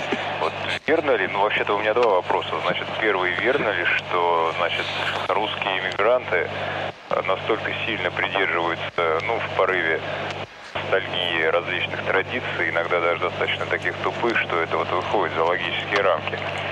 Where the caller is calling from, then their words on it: Volgograd, Volgograd Oblast, Russia; я тут сам из Волгограда.